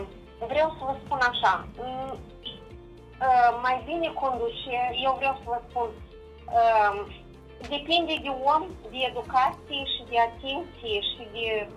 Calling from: Chișinău, Moldova; Sunt din Chișinău

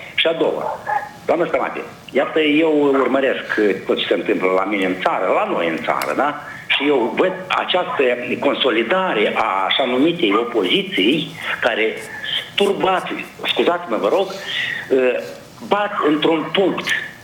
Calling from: Căușeni, Căușeni District, Moldova; Sunt de la Căușen

